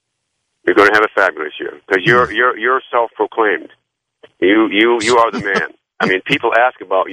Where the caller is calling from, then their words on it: Pahrump, Nevada, United States; I'm from Pahrump.